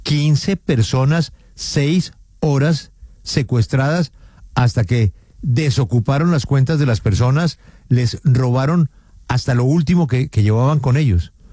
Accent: Bogotá, Colombia; somos los bogotanos

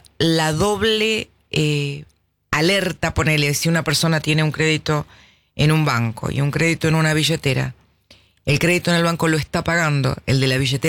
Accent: Argentina

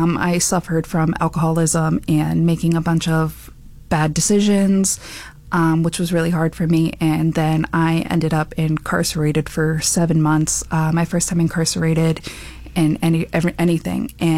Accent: Pennsylvania, United States; I was a little bit worried because I am from Allegheny County.

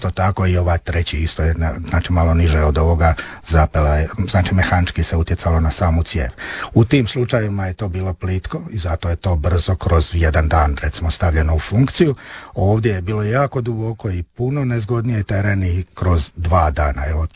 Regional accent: Vrpolje, Brod-Posavina County, Croatia; Ja to područje poznajem jer ja sam iz Vrpolja pa poznajem područje, to spada pod Vrpolje.

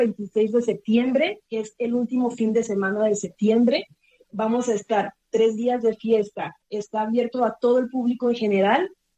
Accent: Mexico; moved away as an adult; now in Bogotá, Colombia; Yo soy mexicana, y llevo viviendo aquí en Bogotá por 10 años, precisamente. Llegué, me radiqué aquí por trabajo

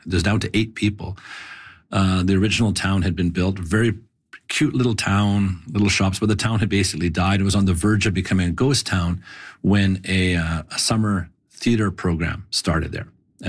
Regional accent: Fort Vermilion, Alberta, Canada; I grew up in Fort Vermilion. It's a population of about 700 people. It's up near Wood Buffalo National Park.

